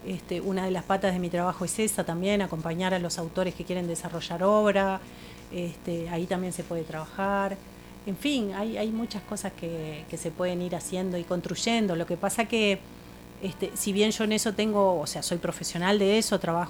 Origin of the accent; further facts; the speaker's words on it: Tacuarembó, Uruguay; born there; moved away; Yo soy de Tacuarembó, nací en Tacuarembó.